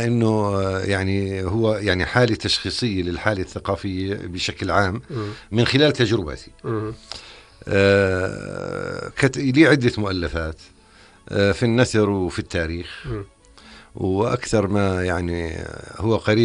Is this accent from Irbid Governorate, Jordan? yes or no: yes; Al-Shajara, Irbid Governorate, Jordan; born there; now in Amman, Jordan; نعم. الشجرة، الشجرة، قرية الشجرة على الحدود الأردنية السورية.